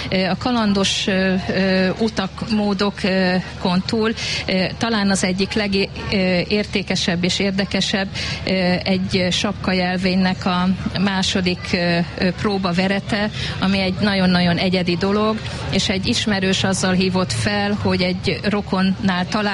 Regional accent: Nyírád, Veszprém County, Hungary; born there

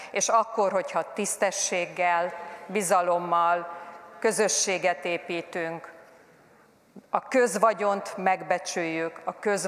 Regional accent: Hungary; akik magyarnak érezzük magunkat, magyarok vagyunk, tiszteljük azt, ahonnan jövünk.

